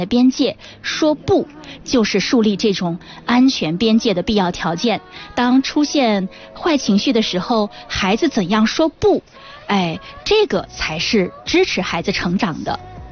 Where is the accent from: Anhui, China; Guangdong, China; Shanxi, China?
Shanxi, China; Yanhu District; born there; also born or lived in Sichuan; 我是地地道道的盐湖区人，我的出生地呢在四川，不是，我也不知道